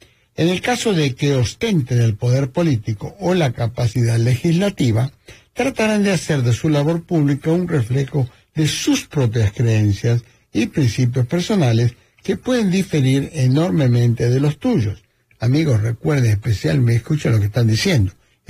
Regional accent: Argentina; Saben que como argentino me gusta mucho comer carne

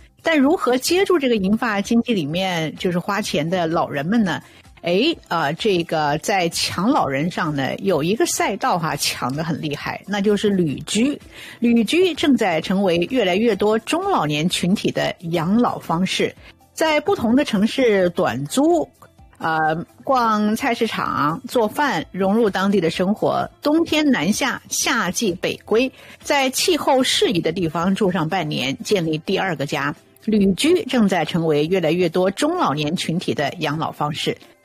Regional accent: Chengdu, Sichuan, China; moved away; 作为成都人哈，思乡了

